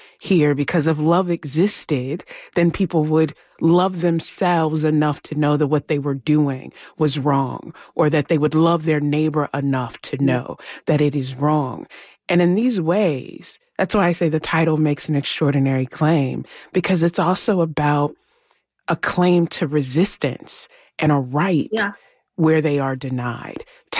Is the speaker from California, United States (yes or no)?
no; Lynchburg, Virginia, United States; moved away; as someone who did grow up in Virginia, who grew up in a particular part of Virginia, I'm from Lynchburg, Virginia.